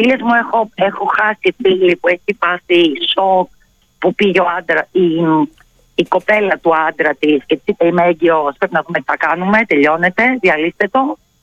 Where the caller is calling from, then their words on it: Moschato, Attica, Greece; από Μοσκάτο.